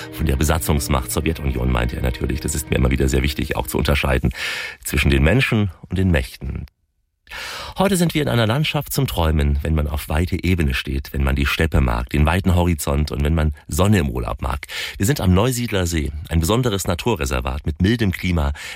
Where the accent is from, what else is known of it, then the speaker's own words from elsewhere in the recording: East Germany, Germany; Weil ich komme aus der ehemaligen DDR.